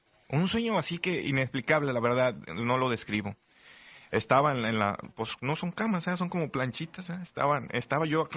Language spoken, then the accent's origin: Spanish; Tequila, Jalisco, Mexico; moved away as an adult; nos fuimos a casar a mi pueblo natal, Tequila, Jalisco.